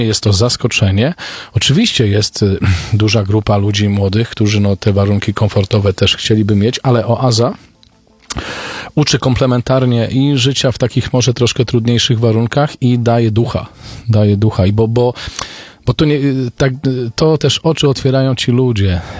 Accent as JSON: {"language": "Polish", "town": "Lubochnia", "region": "Łódź Voivodeship", "country": "Poland", "said": "pochodzę z niewielkiej wiejskiej parafii z Lubochni koło Tomaszowa Mazowieckiego"}